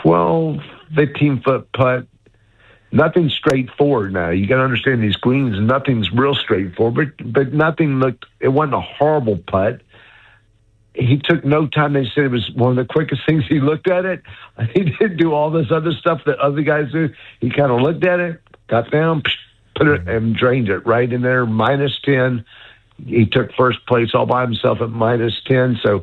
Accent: North Carolina, United States; also born or lived in New Jersey; Well, I was raised in North Carolina, but my junior and senior year of high school was spent in New Jersey.

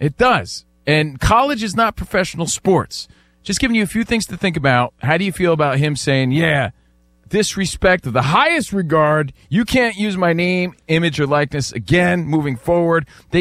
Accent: East Coast, United States; we grew up on the East Coast, everybody loved Gary Carter

